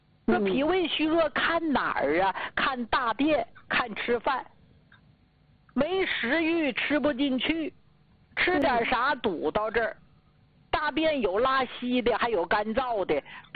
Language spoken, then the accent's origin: Chinese; Jilin, China; moved away; 咱们吉林老家